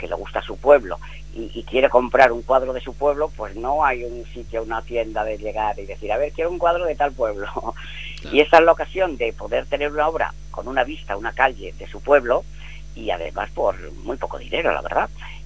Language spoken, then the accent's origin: Spanish; San Esteban, Spain